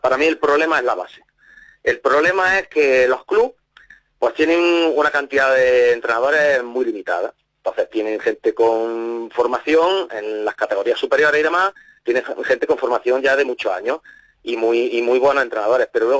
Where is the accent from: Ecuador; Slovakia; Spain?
Spain; Martos, Andalusia; yo soy de Martos, y en Martos hay 3 equipos de fútbol.